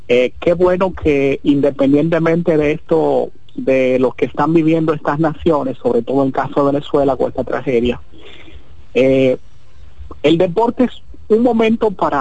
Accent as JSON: {"language": "Spanish", "country": "Dominican Republic", "tie": "born there", "said": "aunque soy dominicano, obviamente, como tú, como yo, como todos, incluso de nacimiento"}